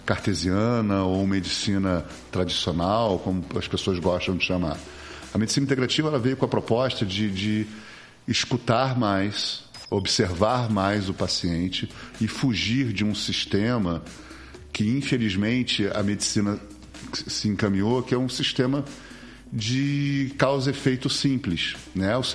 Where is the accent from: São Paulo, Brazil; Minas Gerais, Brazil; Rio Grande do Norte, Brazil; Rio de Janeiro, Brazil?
Rio de Janeiro, Brazil; born there; now in Curitiba, Brazil; Eu nasci em Botafogo e desde que eu me entendo por gente, eu sempre quis procurar a medicina, né? Eu cheguei a morar um tempo aqui em Curitiba, eu fiz o meu segundo grau aqui em Curitiba e sempre quis voltar para cá.